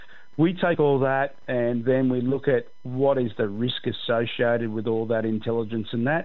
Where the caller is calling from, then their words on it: Canberra, Australian Capital Territory, Australia; as I said at the outset, I'm calling from Canberra. It's not a great sort of weather out here.